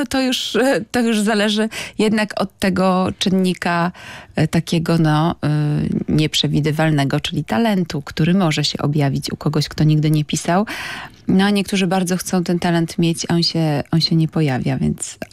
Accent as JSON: {"language": "Polish", "town": "Śliwice", "region": "Kuyavian-Pomeranian Voivodeship", "country": "Poland", "said": "wzorowałam się bardzo na miejscowości, z której pochodzę, z Borów Tucholskich, ze Śliwic."}